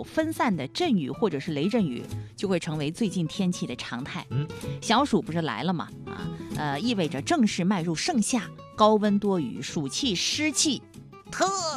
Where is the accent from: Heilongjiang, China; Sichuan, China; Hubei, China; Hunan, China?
Hunan, China; Changsha; 我们长沙人